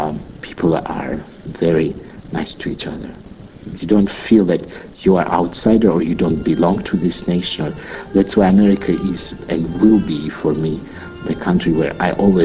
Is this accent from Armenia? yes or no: yes; Armenia; moved away as an adult; the way I grew up in Armenia, anti-Semitism did not exist.